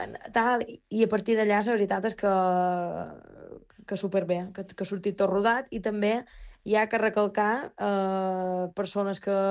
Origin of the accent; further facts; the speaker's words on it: Es Migjorn Gran, Balearic Islands, Spain; jo som d'un poble molt petit de Menorca, que es diu Es Migjorn, i menorquina de tota la vida... som filla única